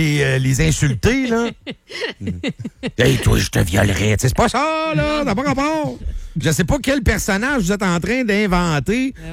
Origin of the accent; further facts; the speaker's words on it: Quebec, Canada; Québécois, nous sommes Québécois.